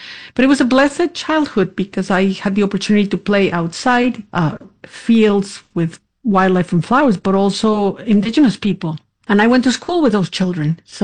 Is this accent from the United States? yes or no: no; Cuernavaca, Morelos, Mexico; Growing up in Cuernavaca was such a blessing because at the time, we're talking about the 1970s, Cuernavaca was a very small city. It's sunny every day, it's beautiful.